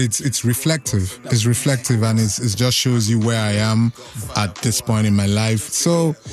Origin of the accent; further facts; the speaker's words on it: Eastern Nigeria, Nigeria; I'm from Eastern Nigeria. Mm-hmm. My tribe is Igbo.